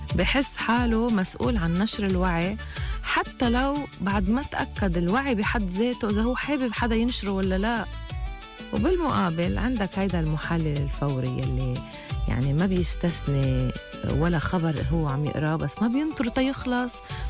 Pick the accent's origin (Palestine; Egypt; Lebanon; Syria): Lebanon